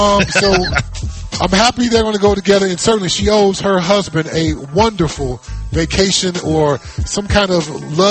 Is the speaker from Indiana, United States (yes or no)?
no; Los Angeles, California, United States; born or raised there